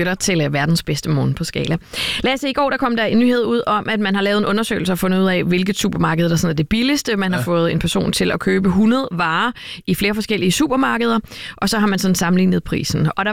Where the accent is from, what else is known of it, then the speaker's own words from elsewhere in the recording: Egved, Region of Southern Denmark, Denmark; nu kommer jeg ud fra Egved, da jeg er født og opvokset